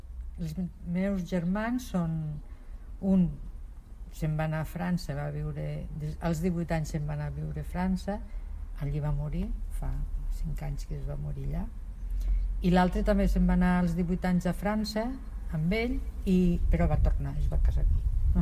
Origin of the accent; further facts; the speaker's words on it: Ginestar, Catalonia, Spain; moved away as an adult; Jo sóc de Ginestar, vaig néixer aquí i vaig viure aquí fins als 50 anys. Vull dir, vaig estar molts anys aquí